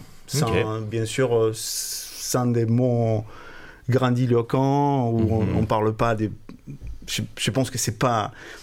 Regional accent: Argentina; French is a second language; moved away as an adult; now in France; je suis argentin, je suis en France depuis presque 20 ans.

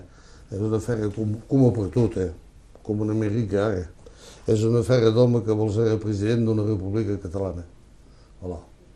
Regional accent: France; I doncs som francès, som treballat en França, som tot el que vulguis i després som català. Bé, bon. Som pas catalanista.

